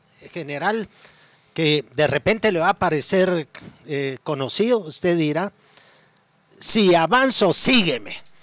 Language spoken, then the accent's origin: Spanish; Quetzaltenango, Guatemala; como decíamos ahí en Xela